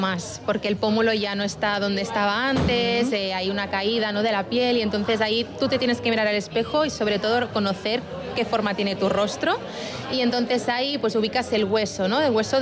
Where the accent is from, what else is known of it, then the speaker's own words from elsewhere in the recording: Mediterranean coast, Spain; yo soy del Mediterráneo, pero soy blanca, o sea, soy muy, muy pálida.